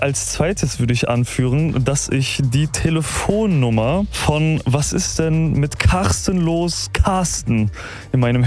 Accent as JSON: {"language": "German", "town": "Mannheim", "region": "Baden-Württemberg", "country": "Germany", "said": "Ich bin ja Mannheimer."}